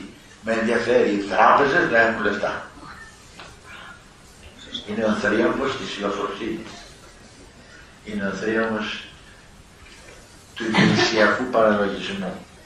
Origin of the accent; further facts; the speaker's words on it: Peloponnese, Greece; Και όπως λένε στην πατρίδα μου, την Πελοπόννησο που ήμουν μικρό παιδί, όταν λένε Χριστός Ανέστη, αληθώς Ανέστη, σωτηρία τα άκουγα από τις μεγάλες και ιδίως τις γυναίκες, αλλά και τους άντρες.